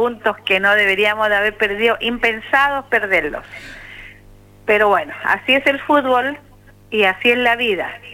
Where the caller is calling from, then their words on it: Iquique, Tarapacá, Chile; Somos iquiqueños, somos valientes, somos guerreras las mujeres de Iquique.